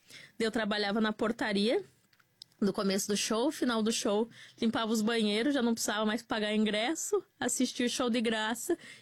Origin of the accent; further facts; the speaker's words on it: Vacaria, Rio Grande do Sul, Brazil; moved away as an adult; also born or lived in Caxias do Sul; Eu sou de Vacaria, mas no contexto dessa história já em Caxias do Sul.